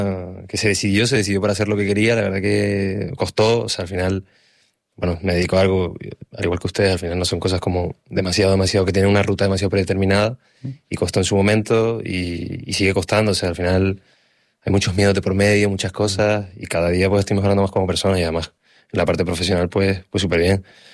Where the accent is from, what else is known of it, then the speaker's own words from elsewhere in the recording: Canary Islands, Spain; yo soy canario. O sea, yo he vivido toda la vida en Canarias. O sea, toda la vida.